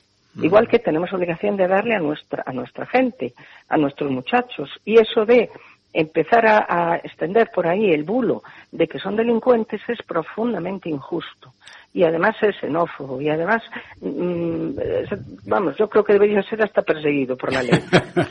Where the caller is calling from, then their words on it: Galicia, Spain; qué bueno que se nos identifique como gallegos, yo me alegro mucho, pero se nos identifica cuando decimos media palabra